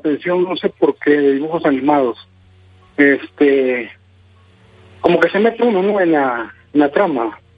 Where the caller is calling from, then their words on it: Ciudad Juárez, Chihuahua, Mexico; les hablo desde Ciudad Juárez, Chihuahua.